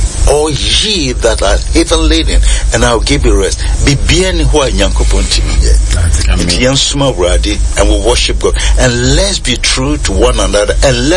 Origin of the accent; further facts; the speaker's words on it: Yendi, Northern Region, Ghana; moved away; also born or lived in Tamale, Ghana; I come from a very poor family. Even though my parents were shanties and I was raised up in Yendi and Tamale